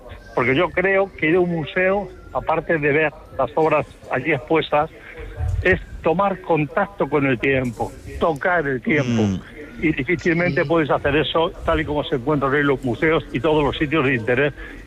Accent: Spain; now in France; No, bonjour. Yo resido aquí. Soy español, pero resido en Francia.

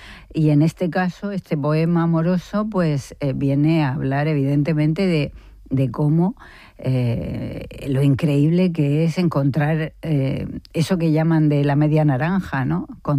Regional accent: Albacete, Castilla-La Mancha, Spain; moved away; Bueno, soy de Albacete, como mi madre … pero la verdad es que ya mis raíces están aquí.

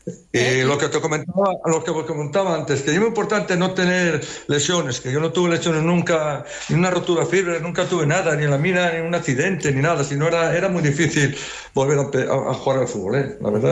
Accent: Bilbao, Basque Country, Spain; Me encanta que hayan pasado a la Leti porque soy de Bilbao de toda la vida.

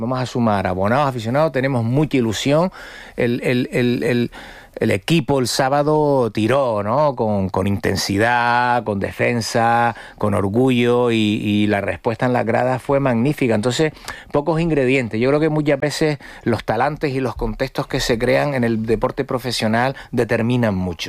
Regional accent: Las Palmas de Gran Canaria, Canary Islands, Spain; born there; para los que venimos del barrio de Cruz de Piedra ahí enfrente

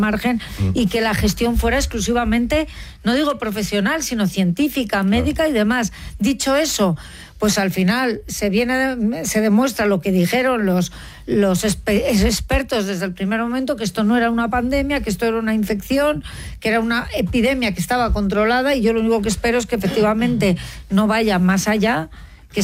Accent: Madrid, Community of Madrid, Spain; born there; Ahí nací yo, en el Gómez Ulla.

